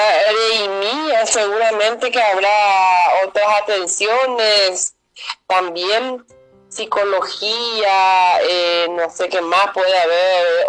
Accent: Paraguay; Que somos bien paraguayos y que estamos acá

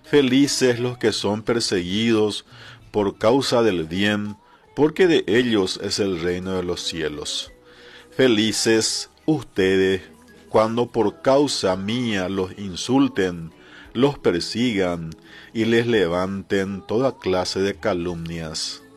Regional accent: Paraguay

